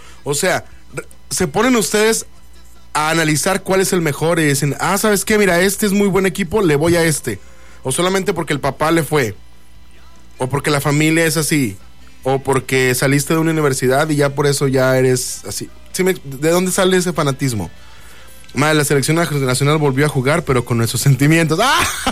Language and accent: Spanish; Mexico; somos mexicanos